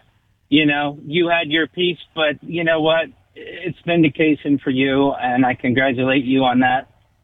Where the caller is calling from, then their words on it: Delaware, United States; from Delaware.